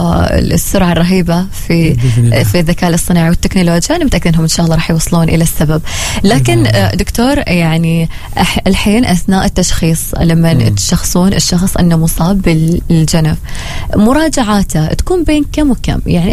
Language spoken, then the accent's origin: Arabic; Oman